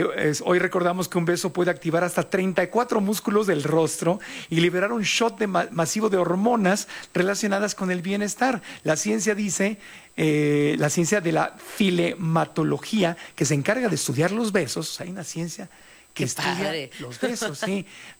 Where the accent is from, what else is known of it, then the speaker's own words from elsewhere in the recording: Tijuana, Baja California, Mexico; Yo soy de Tijuana